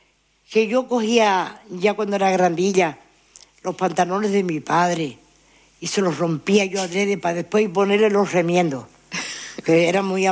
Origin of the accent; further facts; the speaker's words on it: Anaga, Canary Islands, Spain; yo no soy sino de Lomo Largo, no te puedo hablar del otro barrio.